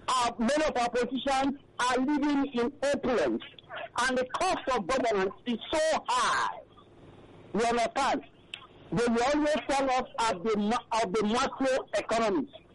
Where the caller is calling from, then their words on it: Nigeria; I'm calling from Abang, Nigeria.